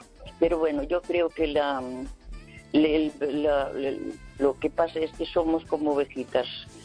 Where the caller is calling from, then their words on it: Santiago de Compostela, Galicia, Spain; de Santiago.